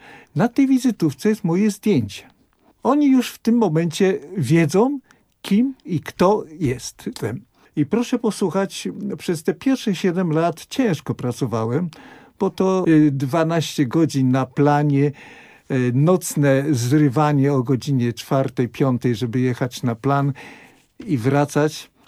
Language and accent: Polish; Łódź, Łódź Voivodeship, Poland; born there; Ja urodziłem się na Piotrkowskiej 196, gdzie jest w tej chwili Akademik Wyższej Szkoły Filmowej.